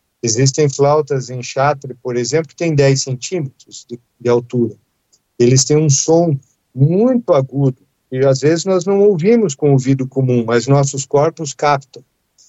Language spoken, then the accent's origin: Portuguese; Curitiba, Paraná, Brazil; born there; Eu nasci em Curitiba. em Curitiba, lá na Praça Tiradentes.